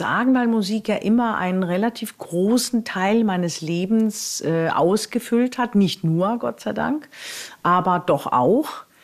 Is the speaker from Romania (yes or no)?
yes; Romania; die ich in Rumänien aufgebaut habe, mit den Häusern für Menschen mit besonderen Bedürfnissen in meiner Heimatstadt